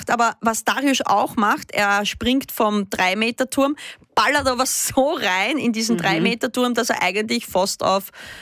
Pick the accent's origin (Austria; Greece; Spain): Austria; Ternitz, Lower Austria; ich bin ja auch immer mit 15 da in dieses Bad in Ternitz, wo ich aufgewachsen bin, gegangen